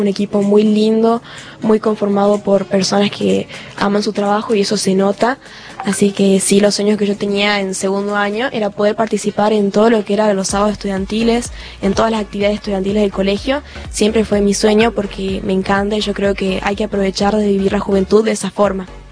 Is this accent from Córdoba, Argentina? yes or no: no; Jujuy, Argentina; La idea es quedarme acá en Jujuy, amo a Jujuy, es mi tierra y yo no me podría ir de acá, la verdad.